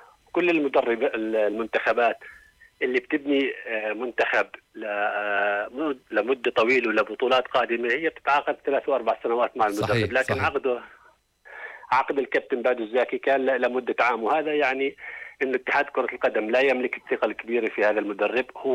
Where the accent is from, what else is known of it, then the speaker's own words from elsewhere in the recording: Jordan; لكن كأردنيين